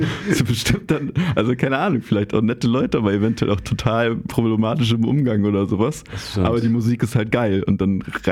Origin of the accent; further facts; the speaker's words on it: Berlin, Germany; ich bin ja da so im Tiergarten aufgewachsen